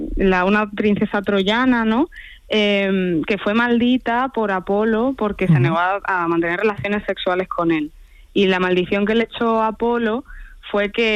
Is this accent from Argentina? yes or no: no; Spain; en mi pueblo no hay bosques maravillosos y frondosos, hay una dehesa, porque es la Sierra Norte